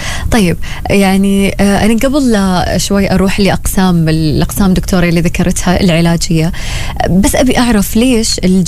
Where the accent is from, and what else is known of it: Oman